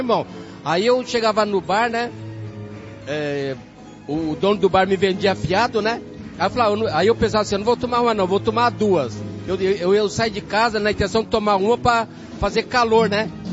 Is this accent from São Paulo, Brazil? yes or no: yes; São Paulo, Brazil; Sapopemba, Zona Leste.